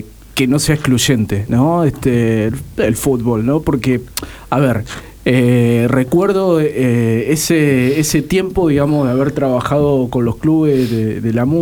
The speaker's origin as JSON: {"language": "Spanish", "country": "Argentina", "said": "en la cultura como argentino"}